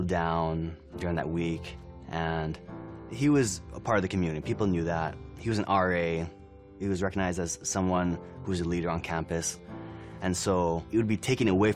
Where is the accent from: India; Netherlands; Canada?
India; moved away as an adult; now in United States; My parents are missionaries. I grew up in India. Every 4 years, we'd come back to the States for a one-year furlough, but majority of my life was in India.